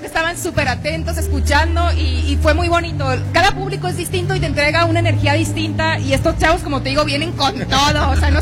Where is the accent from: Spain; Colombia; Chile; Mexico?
Mexico; Hermosillo, Sonora; yo soy de Hermosillo, Sonora